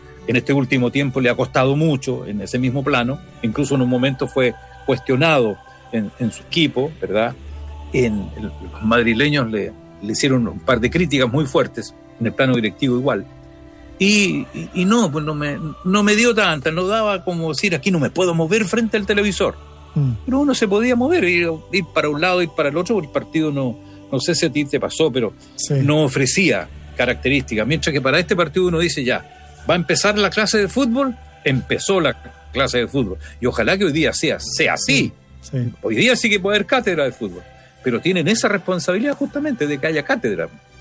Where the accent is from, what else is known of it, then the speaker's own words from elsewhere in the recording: Concepción, Biobío, Chile; Impensado para nosotros, siendo penquistas